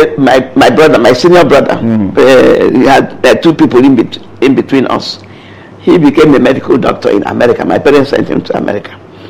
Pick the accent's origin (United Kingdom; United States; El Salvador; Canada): United Kingdom; London; born there; also born or lived in Nigeria; Well, I was born in London, okay? So that's the only place I've been to that is not Nigeria.